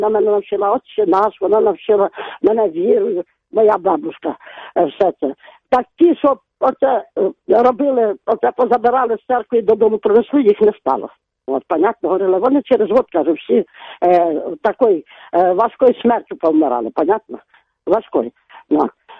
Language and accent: Ukrainian; Zaporizhzhia, Zaporizhzhia Oblast, Ukraine; Так, що я хочу сказати, що я виросла тут у Запоріжжі із 10-ти років.